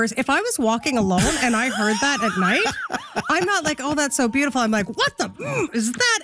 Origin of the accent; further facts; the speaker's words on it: Saskatchewan, Canada; I'm from Saskatchewan. There are so many Canadian geese there. Especially, I'm not from Regina